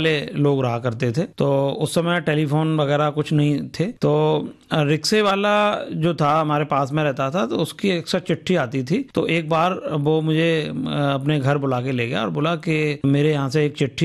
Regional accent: Agra, Uttar Pradesh, India; देखिए, मैं प्रॉपर आगरा से ही हूं और आगरा में ही मेरा जन्म हुआ है

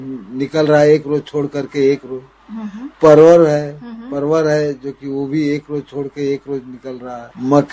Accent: Barka Gaon, Jharkhand, India; born there; also born or lived in Hazaribagh; Middle तक तो पढ़े हैं बड़के गांव में और मिडिल के पास चल गए थे हजारीबाग।

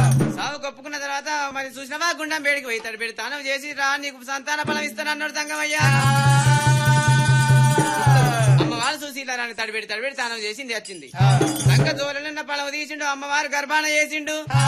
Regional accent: Veegam, Telangana, India; మాది వీగం గ్రామం, భీమిని మండలం, మంచిర్యాల జి

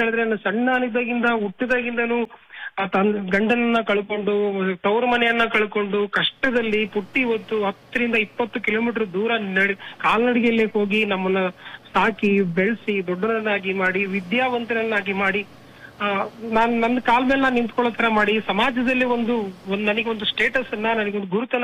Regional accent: Davanagere, Karnataka, India; ನಮ್ಮ ಊರು ದಾವಣಗೆರೆ.

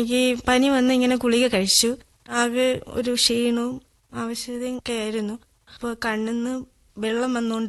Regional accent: Kerala, India; also born or lived in Attingal / Varkala; സ്വദേശമായിട്ടിങ്ങൾ വഹം ചെയ്തുകൊണ്ട് വന്നത് പെരുക്കട.

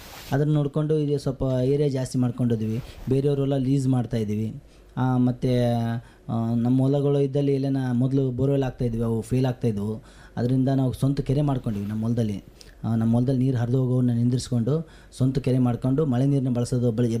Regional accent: Karnataka, India; ನಮ್ಮದು ಪಲ್ಕಂದೊಡ್ಡಿ ಗ್ರಾಮ. … ನಮ್ಮದು ಪಲ್ಕಂದೊಡ್ಡಿ ಗ್ರಾಮ, ಇಲ್ಲಿ ಎರ್ಮರ್ಸ್ ಕ್ಯಾಂಪ್ ಹತ್ರ ಬರುತ್ತದೆ, ರಾಯಚೂರು ತಾಲೂಕಲ್ಲಿ ಬರುತ್ತದೆ. ನಾವು ಮೂಲತಃ ನಮ್ಮದು ಕೃಷಿ ಕುಟುಂಬ.

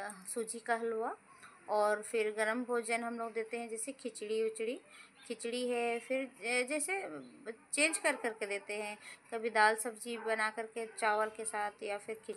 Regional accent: Jharkhand, India; न्यूकोरन tour की रहने वाली हूँ।

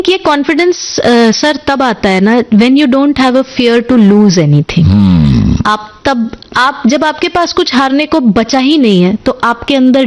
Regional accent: Bihar, India; अरे भाई, हम बिहार से हैं तो हम अंग्रेजी में भी बात कर सकते हैं.

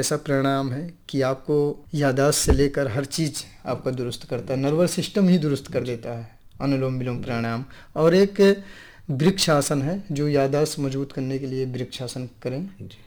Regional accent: Ambedkar Nagar district, Uttar Pradesh, India; moved away

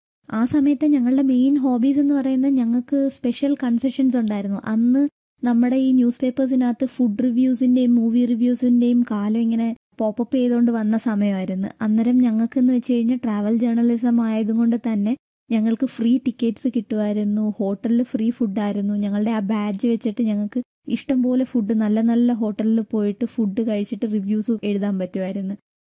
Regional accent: Bangalore, Karnataka, India; ഞാൻ ബാംഗ്ലൂർ സ്വദേശിനിയാണ്. ജനിച്ചതും വളർന്നതും എല്ലാം ബാംഗ്ലൂരാണ്. മലയാളി തന്നെയാണ്. നാട്ടിൽ കൊല്ലം.

